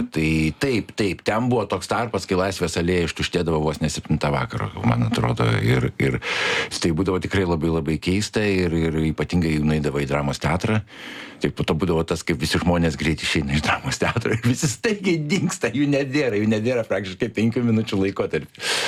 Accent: Vilnius, Vilnius County, Lithuania; also born or lived in Kaunas; Oi, šiaip tai aš visai ką save pozicionuoju kaip vilnietė, nes... Bet kai manęs paklausė apie gimimą, aš jiems pasakau, kad tie pirmieji 2 metai vis tiek yra Kaune. Ir gimimas yra Kaune

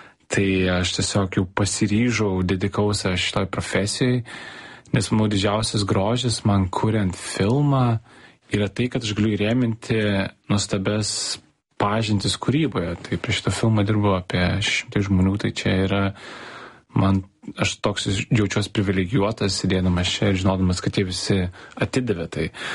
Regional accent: Vilnius, Vilnius County, Lithuania; kai aš buvau mažas, aš kažkaip augau Pašilaičius, 20-ais buvo visai kitokie tie Pašilaičiai

